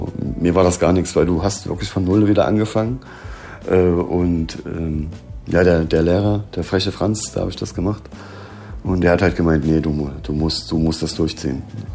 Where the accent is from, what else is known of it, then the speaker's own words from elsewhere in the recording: Greiz, Thuringia, Germany; ich bin im Osten groß geworden, bei uns in so einer kleinen Stadt. Ich komme aus Greiz.